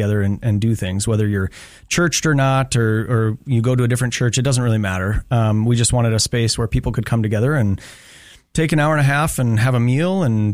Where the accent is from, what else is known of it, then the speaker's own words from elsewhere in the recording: Sidney, Montana, United States; moved away; I grew up in Sydney, Montana.